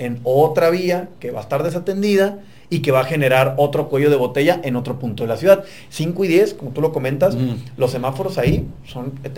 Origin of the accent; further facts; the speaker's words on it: Tijuana, Baja California, Mexico; yo soy Tijuan Lover de corazón, soy de aquí, de nativo de la ciudad